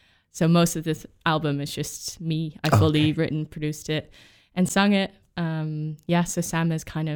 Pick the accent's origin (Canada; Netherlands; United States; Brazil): Netherlands; Amsterdam, North Holland; now in London, United Kingdom; Yes, I live in London, but I am from Amsterdam, so I'm Dutch.